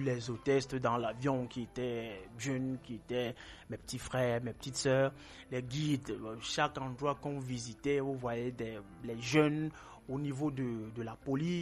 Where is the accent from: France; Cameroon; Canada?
Cameroon; chez nous au Cameroun